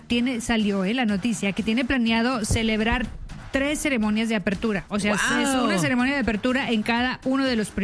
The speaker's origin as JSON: {"language": "Spanish", "country": "Mexico"}